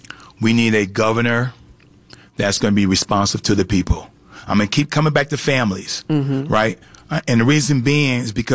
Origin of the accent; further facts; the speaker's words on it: Syracuse, New York, United States; born there; now in Atlanta, United States; Syracuse, New York.